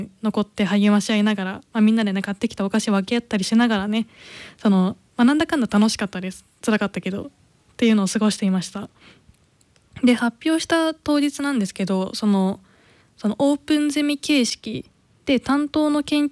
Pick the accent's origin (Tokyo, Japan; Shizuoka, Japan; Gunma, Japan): Gunma, Japan; Ota; 私は今ちょっと地元の群馬県太田市の太田駅周辺を対象に、駅周辺の環境を魅力的にするようなものを作ろうかなと考えています。